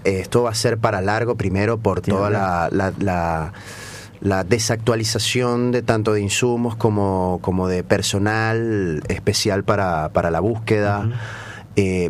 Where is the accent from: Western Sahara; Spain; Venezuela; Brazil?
Venezuela; Barquisimeto, Lara; moved away; Yo soy de Barquisimeto, uh-huh. de la provincia de Lara.